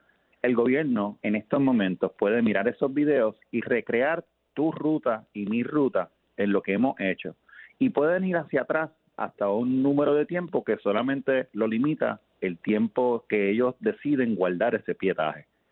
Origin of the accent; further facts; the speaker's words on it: Puerto Rico; now in New York, United States; yo soy profesor en Derecho en Albany Law School en Nueva York, pero soy de Puerto Rico y este semestre estaré por Puerto Rico.